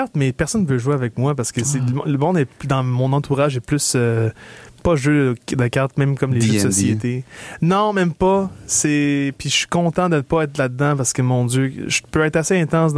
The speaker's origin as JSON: {"language": "French", "town": "Candiac", "region": "Quebec", "country": "Canada", "said": "Moi, je suis le Candiac"}